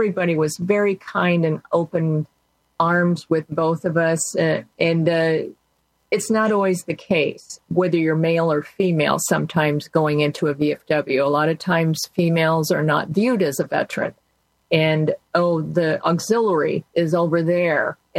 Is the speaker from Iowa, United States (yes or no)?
yes; Iowa, United States; reserves again back in Iowa. So I was very, very fortunate. I could, you know, stay basically in my home state